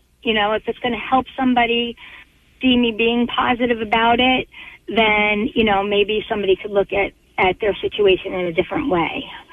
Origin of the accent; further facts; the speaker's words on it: Manalapan, New Jersey, United States; people that I grew up with in Manalapan